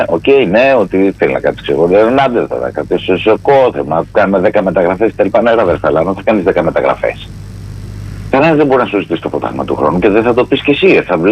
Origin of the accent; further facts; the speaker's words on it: Loutsa, Attica, Greece; και θα πω εκεί στα μέρη μου στη Λούτσα που έχει πολλές οθόνες.